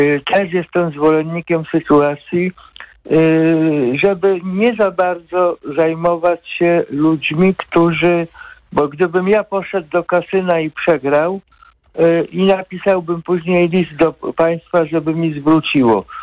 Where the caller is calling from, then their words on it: Katowice, Silesian Voivodeship, Poland; ja jestem z Katowic, czyli ze Śląska.